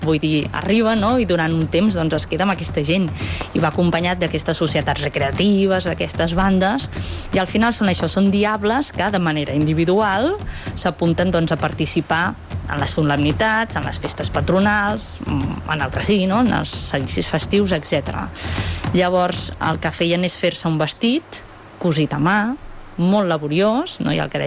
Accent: Reus, Catalonia, Spain; Jo sé que sóc de Reus

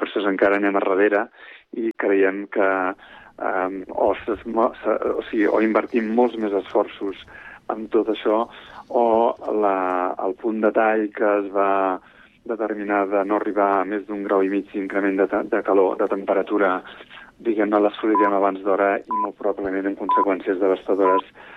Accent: Sant Cugat del Vallès, Catalonia, Spain; born or raised there

